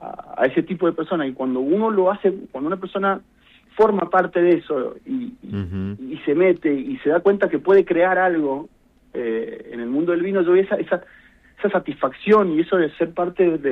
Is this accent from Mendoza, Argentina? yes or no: yes; Mendoza, Argentina; Bueno, siendo mendocino, uno tampoco está tan lejos de eso, ¿no?